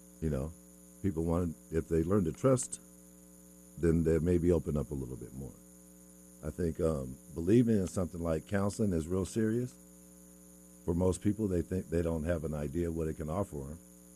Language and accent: English; Seattle, Washington, United States; also born or lived in Renton; Well, I'm about to be 58 years old this January. I grew up in Seattle, south end of Seattle, for most of my life.